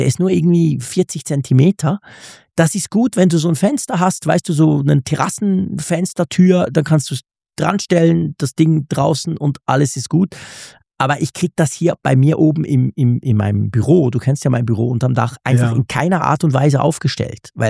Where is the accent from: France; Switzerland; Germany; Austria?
Switzerland; Ich darf das ja sagen als Schweizer.